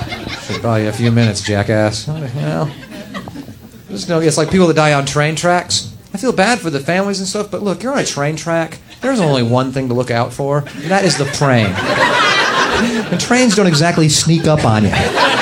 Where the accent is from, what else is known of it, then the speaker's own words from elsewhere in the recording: Atlanta, Georgia, United States; I'm from Atlanta